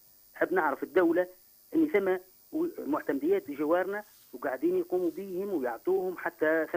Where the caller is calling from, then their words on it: Oum El Araies, Gafsa Governorate, Tunisia; إذا كان أنا مشني تونسي مشني تابعين معتمديت معرايس مشني تابع تونس